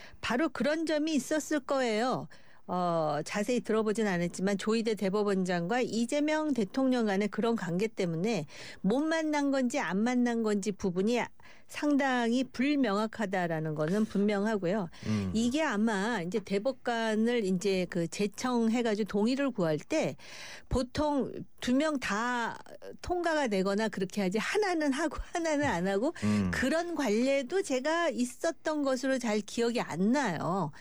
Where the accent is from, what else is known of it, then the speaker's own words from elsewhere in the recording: South Korea; 저도 한국인인데